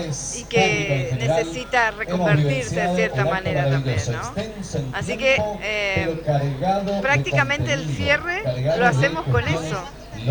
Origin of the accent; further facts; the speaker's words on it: Campo Ramón, Misiones, Argentina; Soy de Campo Ramón.